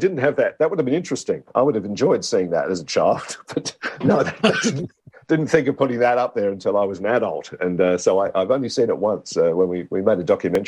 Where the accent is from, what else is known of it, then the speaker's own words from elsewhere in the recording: South Australia, Australia; moved away as an adult; now in Melbourne, Australia; I didn't leave South Australia for Melbourne until I was 30, so I am happily going to claim that I'm South Australian.